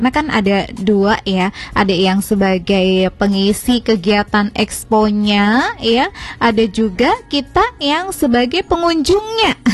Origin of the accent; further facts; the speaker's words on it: Cilacap, Central Java, Indonesia; sebagai warga Cilacap ya.